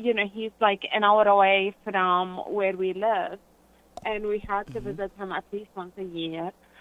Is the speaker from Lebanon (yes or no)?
yes; Lebanon; I grew up in Lebanon, and there's not one favor that we asked him that he did not help us with.